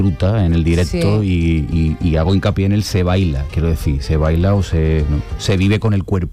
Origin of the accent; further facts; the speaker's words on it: Andalusia, Spain; Yo soy aquí del Aljarafe.